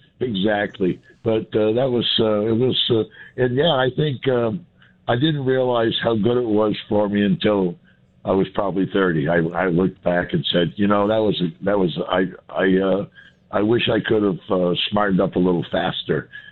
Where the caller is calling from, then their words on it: Vermont, United States; I was from Vermont.